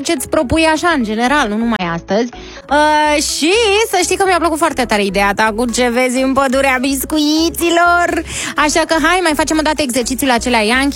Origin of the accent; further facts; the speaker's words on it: Craiova, Dolj, Romania; din Craiova.